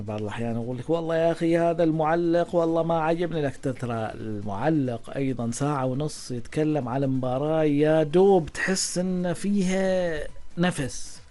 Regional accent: Oman; نحن يعني في السلطنه

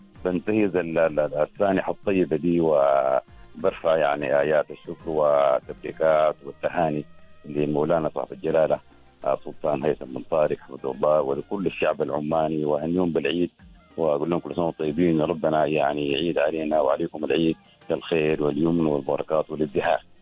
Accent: Sudan; now in Oman; عيد الأضحى يعتبر من أهم المناسبات الاجتماعية والدينية عندنا في السودان.

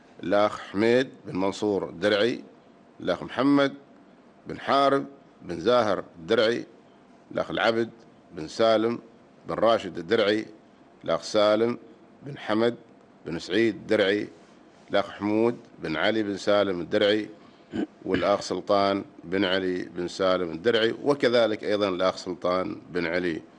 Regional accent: Muscat, Muscat Governorate, Oman; احنا من مسقط

